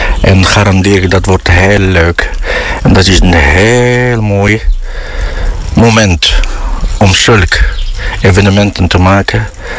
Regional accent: Morocco; now in Friesland, Netherlands; mijn vaderland is Marokko, maar mijn moederland is Friesland

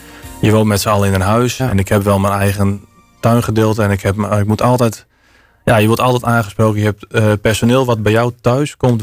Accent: Franeker, Friesland, Netherlands; now in Sexbierum, Netherlands; ik ben opgegroeid in Franeker. Ik ben een echte Franeker van origine.

